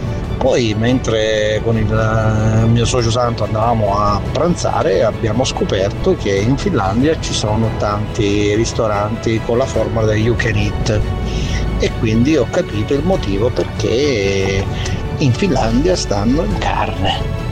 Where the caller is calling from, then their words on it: Santa Teresa di Riva, Sicily, Italy; Ciao a tutti … vengo da Santa Teresa di Riva in provincia di Messina